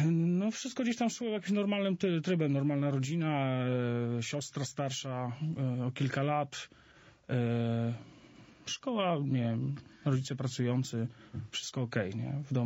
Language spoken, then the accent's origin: Polish; northern Poland, Poland; Ja pochodzę z małej miejscowości, takiej 30-tysięcznej miejscowości na północy Polski.